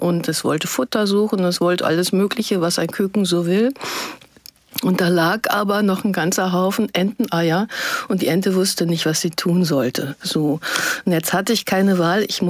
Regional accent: Lower Saxony, Germany; Ich bin auf dem Bauernhof groß geworden in Niedersachsen.

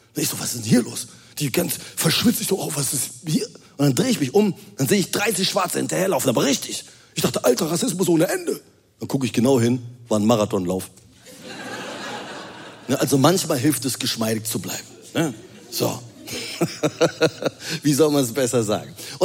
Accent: Rhineland, Germany; Was ich ja liebe, ne? Als Rheinländer. Der Rheinländer, der bleibt ruhig.

